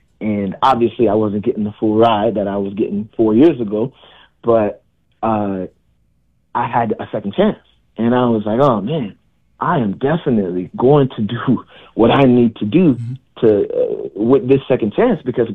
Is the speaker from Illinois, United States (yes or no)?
no; Miami, Florida, United States; moved away as an adult; now in Iowa, United States; So from Miami, Florida, I was born and raised there 23 years, and now I'm flying out to Iowa.